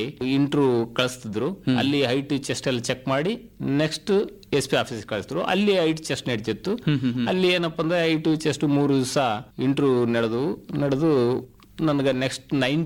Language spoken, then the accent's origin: Kannada; Jegarkal, Karnataka, India; also born or lived in Shivapura, Vadagera taluk, Yadgir district; ನಾನು 4 ವರ್ಷದವನಿದ್ದಾಗ ತಾಯಿ ತವರ ಮನೆ ಎಣ್ಣಜ್ಜ ತೊಗೊಂಬಂದು ಇಟ್ಕೊಂಡು ನನಗೆ ಇಲ್ಲೇ ಜಿಗರ್ಕಲ್ ಗ್ರಾಮದಲ್ಲೇ ಸ್ಕೂಲ್ಗೆ ಹೆಸರಚ್ಚಿ